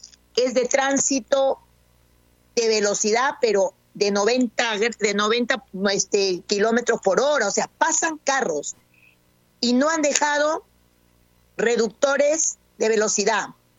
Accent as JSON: {"language": "Spanish", "region": "Lambayeque", "country": "Peru", "said": "el desarrollo de mi pueblo, de la región de Lambayeque."}